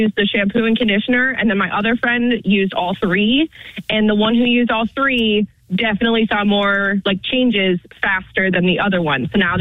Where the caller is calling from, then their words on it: Ladson, South Carolina, United States; I'm calling from Ladson.